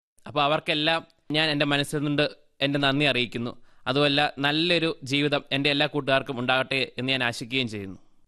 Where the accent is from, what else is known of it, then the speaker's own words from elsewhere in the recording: Rajakkad, Kerala, India; moved away as an adult; now in Vellayani, India; എന്റെ നാട് ഇടുക്കിയിലെ രാജക്കാട് എന്ന് പറയുന്ന ഒരു കൊച്ചു ഗ്രാമമാണ്.